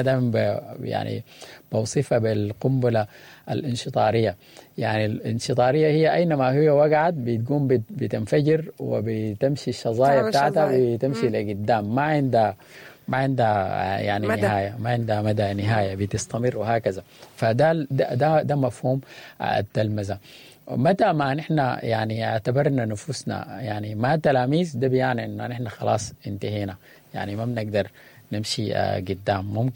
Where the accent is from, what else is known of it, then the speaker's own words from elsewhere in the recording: Sudan; كسودانيين